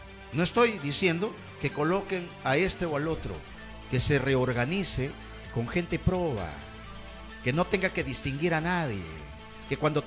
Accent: Peru; yo, como peruano

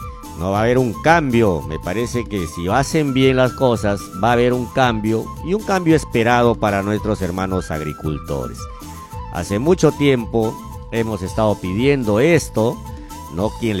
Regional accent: Utcubamba Province, Amazonas, Peru; moved away; yo ya tengo 57 años de vida natural de esta provincia de Utcubamba y ahora regresé a mi pueblo para trabajar.

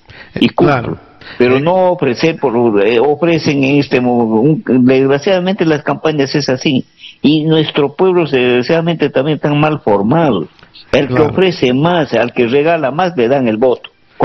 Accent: Lamud, Amazonas, Peru; born there; Yo soy lamotino, yo soy nacido en Lamo.

